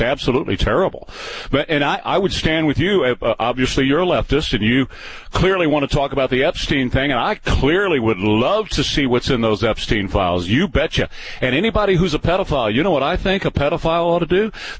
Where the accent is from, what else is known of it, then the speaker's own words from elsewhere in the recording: San Antonio, Texas, United States; Craig is calling from San Antonio. My hometown.